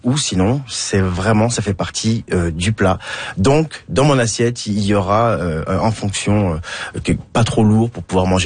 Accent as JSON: {"language": "French", "region": "Quebec", "country": "Canada", "lives_now": "Saint-Nicolas, Canada", "said": "Moi j'ai la chance d'habiter à Saint-Nicolas, je suis des Appalaches, et il y a plein de producteurs là-bas"}